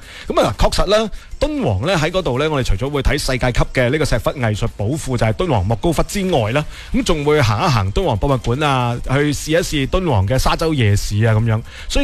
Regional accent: Guangdong, China; 我哋嘴刁嘅廣東人

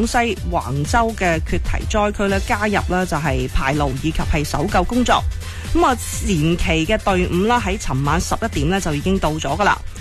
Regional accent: Foshan, Guangdong, China; 我们佛山人

